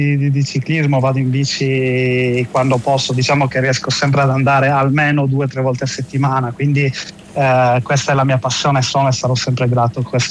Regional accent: Sardinia, Italy; now in Lugano, Switzerland; Sarò in Sardegna la settimana prossima, nella mia terra, dove ho la possibilità di tornare più spesso rispetto a quando correvo

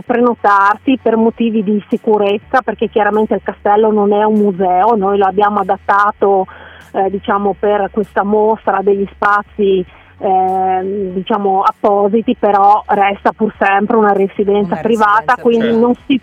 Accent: Magnano in Riviera, Friuli-Venezia Giulia, Italy; anche per noi che siamo di Magnano e Riviera

